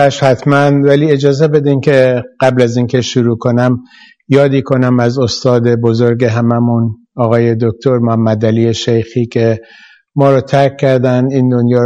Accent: Shiraz, Fars, Iran; من در شیراز به دنیا اومدم در یک خانواده متوسط.

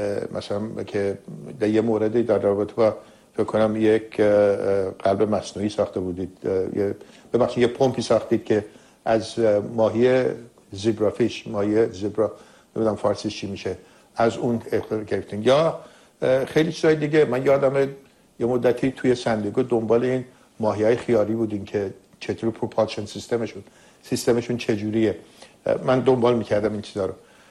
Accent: Iran; برای من به عنوان یک ایرانی

